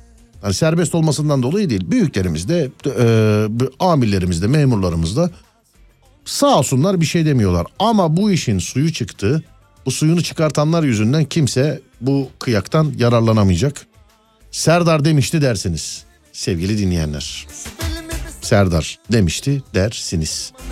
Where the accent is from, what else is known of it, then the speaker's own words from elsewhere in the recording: Istanbul, Turkey; Ama İstanbulluyum yani bak görüyor musun?